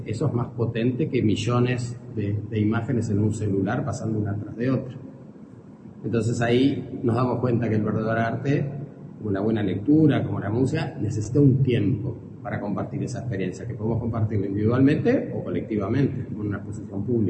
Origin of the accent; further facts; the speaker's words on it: Montevideo, Uruguay; yo soy de Montevideo